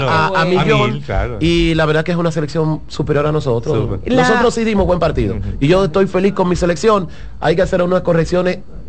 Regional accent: Dominican Republic

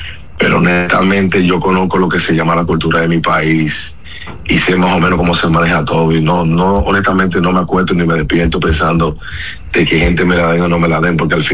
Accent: Dominican Republic; como decimos, como un dominicano

